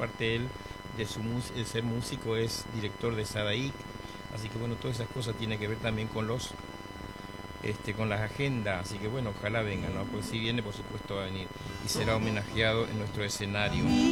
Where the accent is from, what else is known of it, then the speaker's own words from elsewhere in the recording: Presidencia de la Plaza, Chaco, Argentina; moved away; Presidencia de la Plaza, mi pueblo, Presidencia de la Plaza